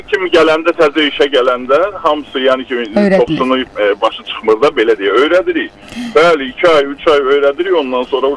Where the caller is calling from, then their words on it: Baku, Azerbaijan; mən özüm də Bakılıyam.